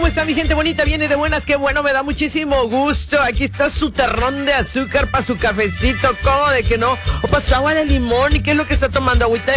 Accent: Guadalajara, Jalisco, Mexico; now in Green Bay, United States; Y aparte soy de Guadalajara, 5. Y aparte vivo en Green Bay

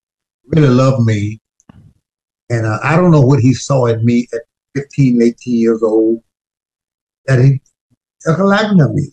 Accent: Homer, Louisiana, United States; born there; moved away; also born or lived in Pine Bluff, Arkansas; I was born in Louisiana, the Homer, Hainesville, Louisiana. But I left in 1947 and went to Pine Bluff, Arkansas, because my dad moved to Arkansas

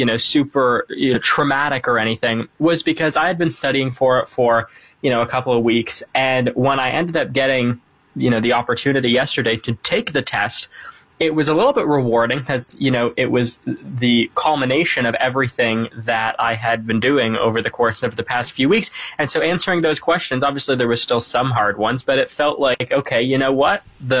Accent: Canada; And that was interesting just because I'm from Canada, who anyone does who doesn't know me.

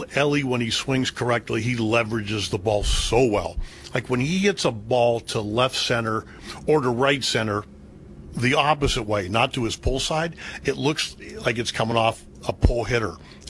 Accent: Pittsburgh, Pennsylvania, United States; I grew up in Pittsburgh.

